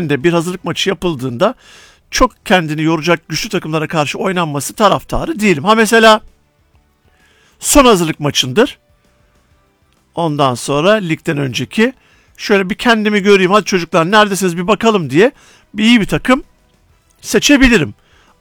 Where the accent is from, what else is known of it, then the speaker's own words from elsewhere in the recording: Ankara, Turkey; now in Istanbul, Turkey; Ben de Ankaralıyım. Ama son yıllarda da Ankara'nın trafiğinin inanılmaz arttığını öğrendim.